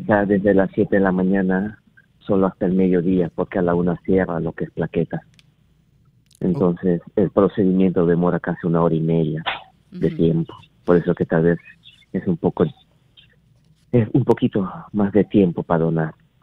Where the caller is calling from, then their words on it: Lima, Peru; De acá, de Lima, del hospital del INEM.